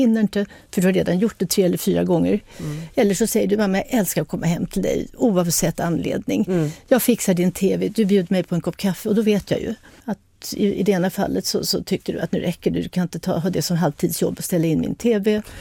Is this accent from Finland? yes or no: no; Addis Ababa, Ethiopia; born or raised there